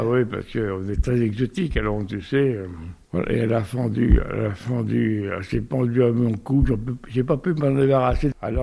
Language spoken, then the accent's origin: French; Île-de-France, France; moved away as an adult; Ben, nous venons de la région parisienne.